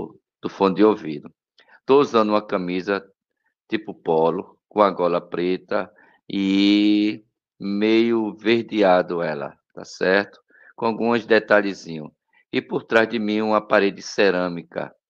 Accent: Recife, Pernambuco, Brazil; sou aqui de Recife, Pernambuco, Brasil.

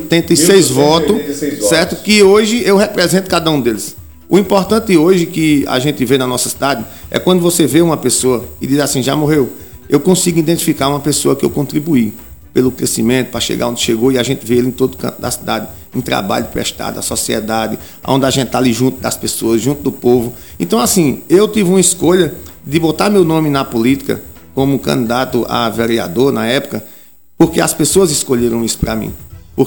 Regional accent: Arcoverde, Pernambuco, Brazil; born there; eu nasci aqui, né? Eu nasci na Casa de Saúde São Lucas

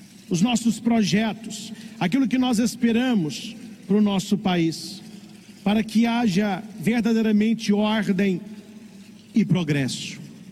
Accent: Brazil; Nós que somos brasileiros e amamos o nosso país

